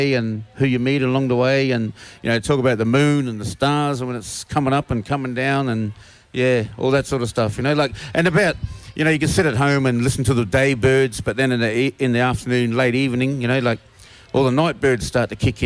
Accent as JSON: {"language": "English", "region": "South Australia", "country": "Australia", "said": "I'm Narunga, which is the York Peninsula. Okay. And on my mother's side, I'm Adyamatna, from the Flinders Ranges. I actually live in the Flinders Ranges."}